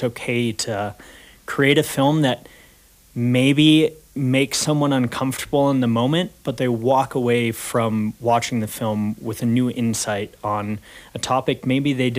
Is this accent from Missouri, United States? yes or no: no; Lake Arrowhead, California, United States; moved away as an adult; now in Colorado, United States; my hometown, Lake Arrowhead